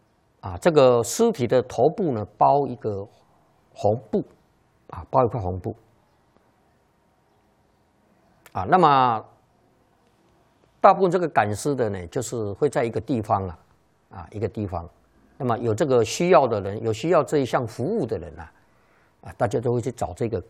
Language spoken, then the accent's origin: Chinese; China; 那么我们中国人呢，啊，中国的古人呢，啊，都有一个观念，落叶归根呐